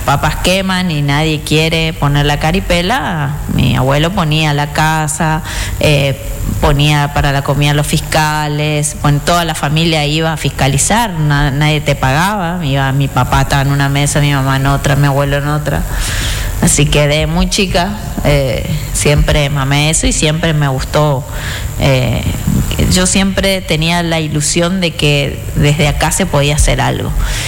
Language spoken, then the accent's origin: Spanish; Resistencia, Chaco, Argentina; nosotros somos de Villa Río Negro.